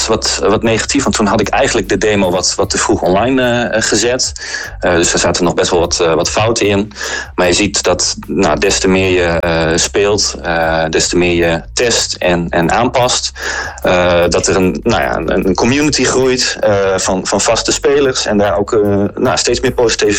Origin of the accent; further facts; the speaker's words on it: Veendam, Groningen, Netherlands; Maar ik ben zelf ook opgegroeid in Veendam.